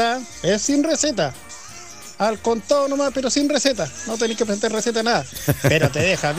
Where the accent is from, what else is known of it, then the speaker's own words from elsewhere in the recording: Coronel, Biobío, Chile; now in Lota, Chile; Yo de mi infancia viví en Camilo Lavarría, acá se tiraba los 21 cañonazos acá en Maule.